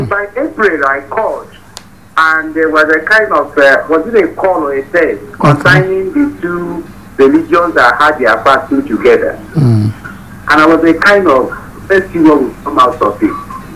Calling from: Apata, Oyo, Nigeria; I'm calling from Apata.

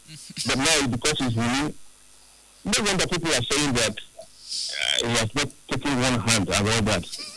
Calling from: Oxford, South East England, United Kingdom; I'm calling from Oxford.

